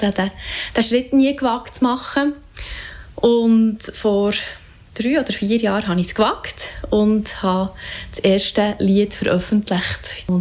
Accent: Zollikofen, Bern, Switzerland; Genau. Ich bin ein Berner Mädchen, weil ich bin ganz in der Nähe von Bern aufgewachsen, nämlich in Zollikofen.

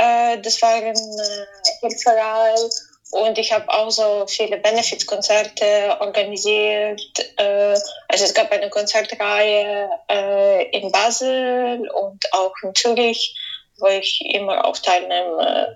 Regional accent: Kyiv, Kyiv City, Ukraine; German is a second language; Ja, ich bin in Kiew geboren und gewachsen. Ich bin dort in die Schule gegangen und ich habe dort auch Klavier am Kiew Musikinstitut Gliera studiert.

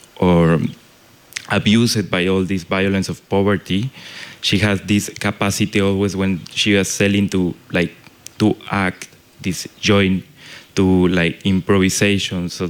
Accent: Campeche, Mexico; I decided like to come to Campeche, to my hometown, for 2 months, and to live again with my mother.

